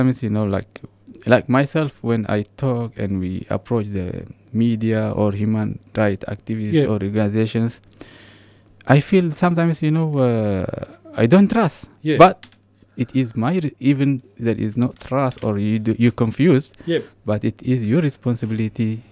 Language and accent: English; Eritrea; That's why not even Australia, neighboring countries, Yemen, if you tell him I am from Eritrea, he will, you know, puzzle, where is Eritrea?